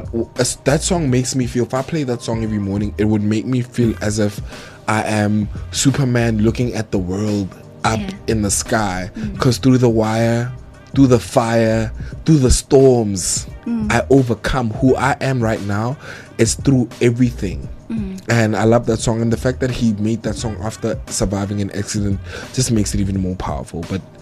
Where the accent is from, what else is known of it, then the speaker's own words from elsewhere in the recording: South Africa; Hey, now I'm from Ekasi, papi. We live.